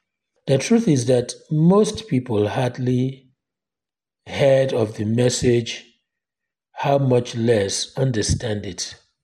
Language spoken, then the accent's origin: English; Nigeria